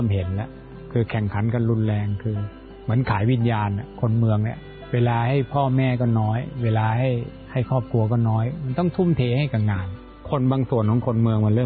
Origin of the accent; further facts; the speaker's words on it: Bangkok, Thailand; แล้วประวัติผมมาคนเมืองคนกรุงเทพทำงานธนาคารเป็นผู้บริหารและเปลี่ยนชีวิตมาทำแบบเนี้ย